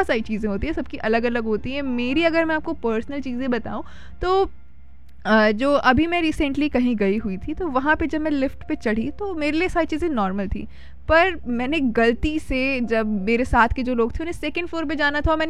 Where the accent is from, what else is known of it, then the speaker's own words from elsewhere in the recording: Uttar Pradesh, India; अब देखिए अगर हम उत्तर प्रदेश से हैं